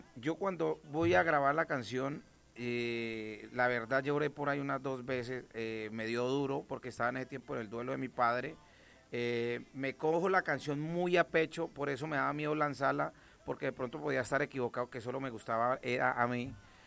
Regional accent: Tello, Huila, Colombia; soy del departamento del Huila, de San Andrés Tello Gigante.

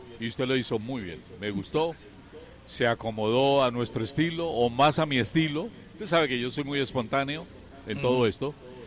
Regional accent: Colombia; como colombianos nos siguen viendo como chipchombianos

